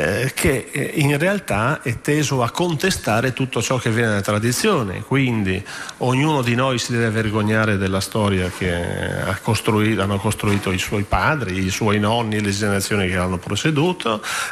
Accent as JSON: {"language": "Italian", "town": "Trieste", "region": "Friuli-Venezia Giulia", "country": "Italy", "said": "io comprendo da triestino"}